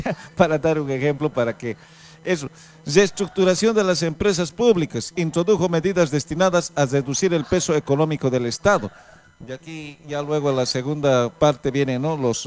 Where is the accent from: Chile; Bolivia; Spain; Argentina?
Bolivia; me encontraba con yactamasis ahí, como si estuviera en mi pueblo